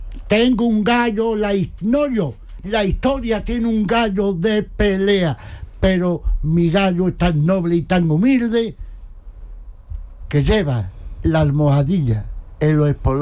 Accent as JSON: {"language": "Spanish", "town": "Jerez de la Frontera", "region": "Andalusia", "country": "Spain", "said": "Yo soy de Jerez, de Nativati, ¿no?"}